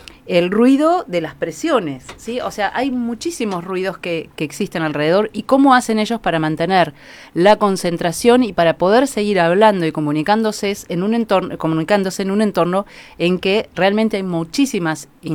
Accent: Argentina; que soy de Argentina

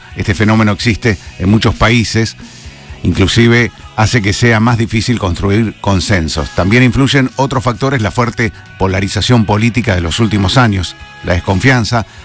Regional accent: Argentina; somos todos argentinos

